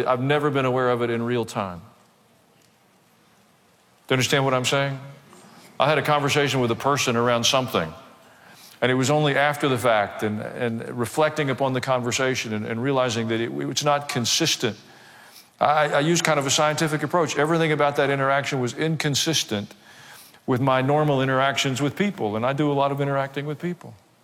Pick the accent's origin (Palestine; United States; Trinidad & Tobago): United States; the South; I was raised in the South